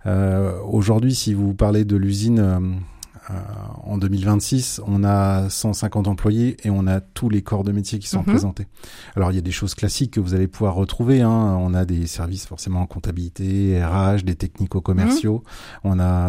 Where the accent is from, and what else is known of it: Hauts-de-France, France